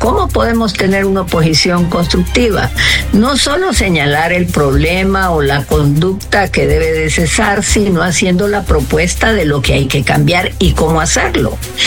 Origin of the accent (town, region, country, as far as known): Honduras